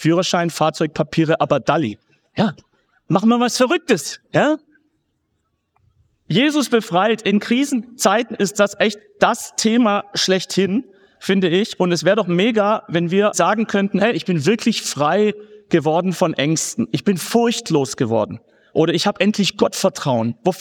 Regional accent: Baden-Württemberg, Germany; Schwaben hier vielleicht zufällig? Ja, ich bin selber Schwabe.

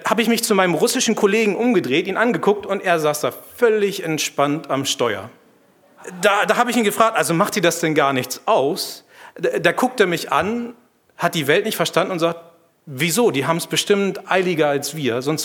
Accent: Germany; als Deutscher

